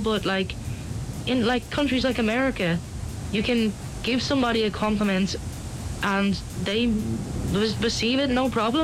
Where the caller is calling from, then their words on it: Ireland; as an Irish person